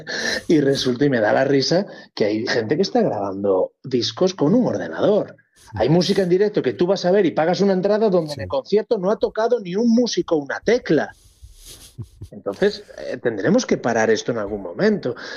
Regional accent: Galicia, Spain; moved away; Pero América Latina, Latinoamérica es algo que donde me siento en casa como buen gallego migrante.

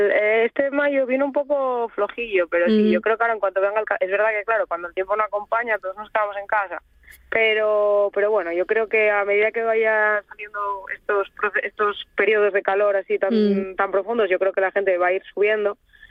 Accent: Pravia, Asturias, Spain; yo siempre lo digo que yo me crié toda mi vida en Pravia y desde que decidí ir a vivir a la casa de mi abuelo en San Martín

